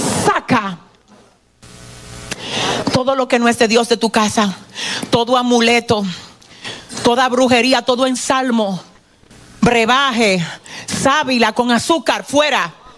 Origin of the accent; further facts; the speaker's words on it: San Francisco de Macorís, Duarte, Dominican Republic; gente de San Francisco, de donde yo soy, tiene fama de ser gente violenta, rebusera.